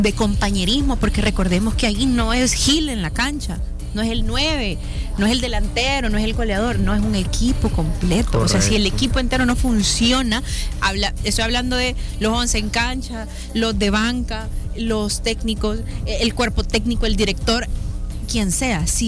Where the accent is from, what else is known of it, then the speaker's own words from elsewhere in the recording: El Salvador; con nuestro pensamiento como salvadoreños